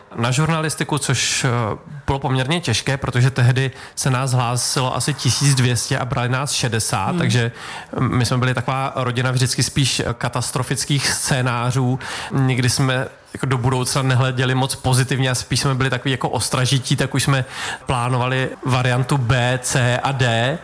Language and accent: Czech; Bolehošť, Hradec Králové Region, Czechia; also born or lived in Rychnov nad Kněžnou / Týniště nad Orlicí; pak jsme bydleli půl roku v Týništi nad Orlicí, v takovém malém bytě, tak to si taky nepamatuju. A když mi bylo půl roku, tak jsme se přestěhovali do Bolehoště, do domu, ze kterého jsem před chvílí přijel